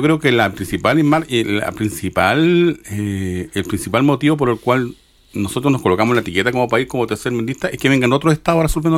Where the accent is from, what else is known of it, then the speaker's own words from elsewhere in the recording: Chile; nosotros nos tenemos miedo a nosotros mismos como chilenos.